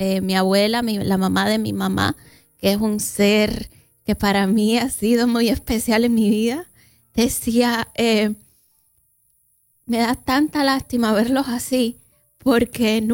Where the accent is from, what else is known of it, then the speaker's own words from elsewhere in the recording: Cuba; also born or lived in Placetas / Santa Clara; soy cubana.